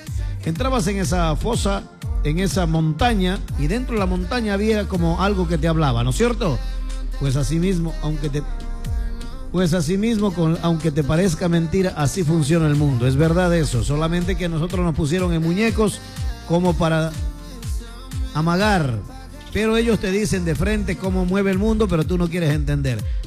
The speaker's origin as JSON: {"language": "Spanish", "country": "Ecuador"}